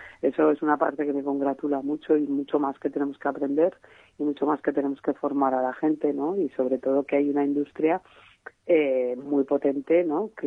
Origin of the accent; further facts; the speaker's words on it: Segorbe, Valencian Community, Spain; que yo soy de Segorbe, de Castellón